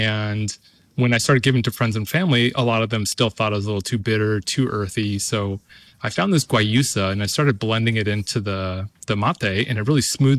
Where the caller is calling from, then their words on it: Longview, Washington, United States; I'm calling from Longview, Washington.